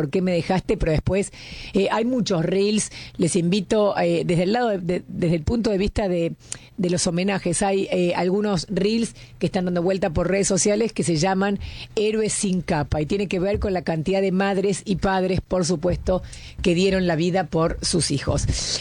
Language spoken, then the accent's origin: Spanish; Argentina; también nos toca como argentinos